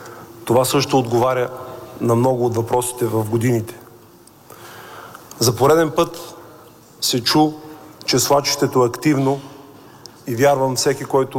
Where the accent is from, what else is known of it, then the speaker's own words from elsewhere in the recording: Rhodope Mountains, Bulgaria; като родопчанин